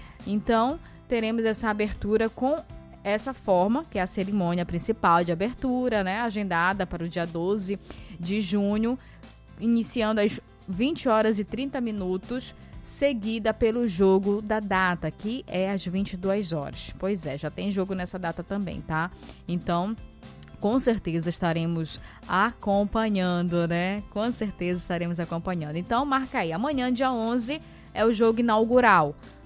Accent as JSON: {"language": "Portuguese", "country": "Brazil", "said": "E a gente, como brasileiro"}